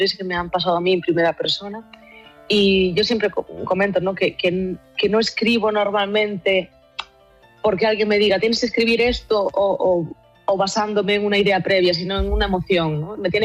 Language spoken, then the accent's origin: Spanish; Boiro, Galicia, Spain; also born or lived in Poland; Pues mira, empecé cerca de mi pueblo, que yo vivo en Boiro, uh-huh. Empecé en Ribeira, y luego al acabar el profesional me fui a Vigo, al Conservatorio Superior, y luego ya pasé a irme a Polonia